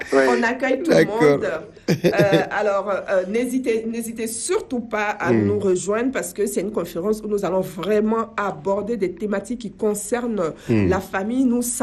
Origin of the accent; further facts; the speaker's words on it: France; Alors, je viens de la France pour répondre à votre question.